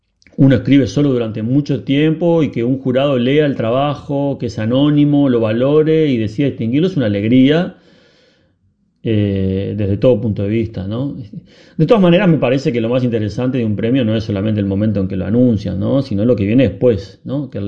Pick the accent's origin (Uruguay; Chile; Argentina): Argentina; Mercedes; moved away; Y yo, que soy del interior, de Mercedes, de ahí salí cuando me tocó irme.